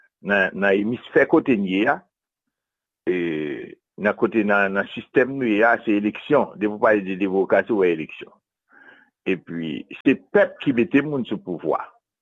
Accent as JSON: {"language": "French", "country": "Haiti", "said": "nous avons supporté Haïti, nous avons supporté, nous venons d'Haïti"}